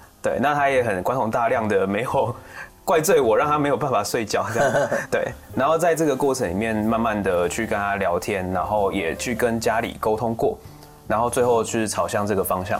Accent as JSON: {"language": "Chinese", "region": "Kaohsiung", "country": "Taiwan", "tie": "born or raised there", "moved": "as an adult", "lives_now": "northern Taiwan", "said": "我生在高雄，对，我到了就是大学之后才来北部， 然后高雄是一个高度工业跟机械化的城市，其实沿着沿海，至少以前啦，我以前还是小时候的时候，很多机械工厂，然后到处都看到重型机具"}